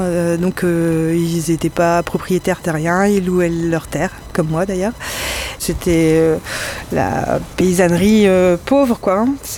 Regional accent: Callac, Brittany, France; parce que moi j'ai grandi en centre-Bretagne, à Calac, donc dans un milieu assez rural

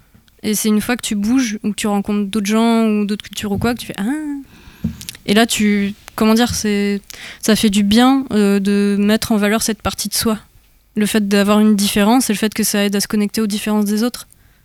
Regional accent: Occitanie, France; now in Rennes, France; la petite ville même d'où je viens

